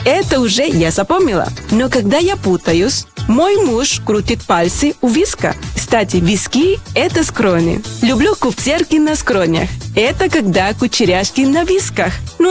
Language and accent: Russian; Venezuela; now in Belarus; Я приехала в Беларусь из Венесуэлы. Приехала и осталась.